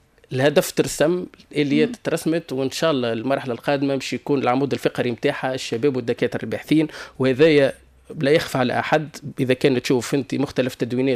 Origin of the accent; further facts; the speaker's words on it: Tunisia; نحن كتوانسه